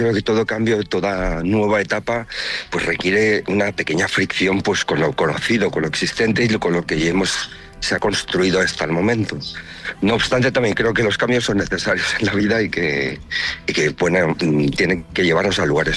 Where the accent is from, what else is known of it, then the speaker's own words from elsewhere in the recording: Tortosa, Catalonia, Spain; born there; Yo, como ciudadano que nací aquí en Tortosa